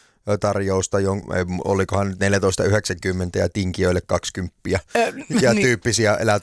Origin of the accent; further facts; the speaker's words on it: Kuopio, North Savo, Finland; olen Kuopiosta kotoisin